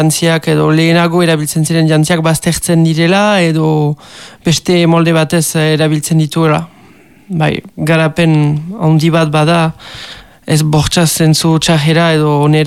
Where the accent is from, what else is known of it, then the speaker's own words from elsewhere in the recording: Urrugne, Nouvelle-Aquitaine, France; Ez, Urruñakoa naiz, eta Urruñan bizi beti, bai.